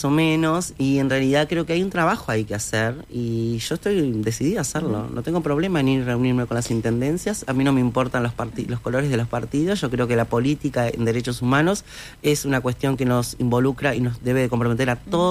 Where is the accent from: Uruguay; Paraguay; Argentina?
Uruguay; San Carlos, Maldonado; yo soy del interior, me crié en el interior, soy nacida y criada en San Carlos